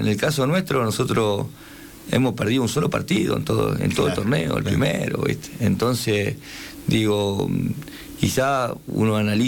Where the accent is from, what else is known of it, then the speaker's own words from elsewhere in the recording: Ciudad Evita, Buenos Aires, Argentina; also born or lived in San Rafael, Mendoza / Mendoza; now in San Juan, Argentina; nací en Ciudadela. Ajá. Pero me crié en Ciudad Vita, para el lado de Ezeiza.